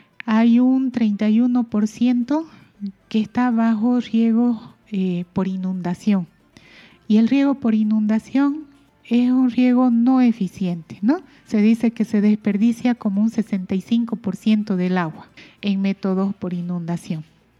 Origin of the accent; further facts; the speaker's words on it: Santa Cruz, Bolivia; Estamos expuestos como valles cruceños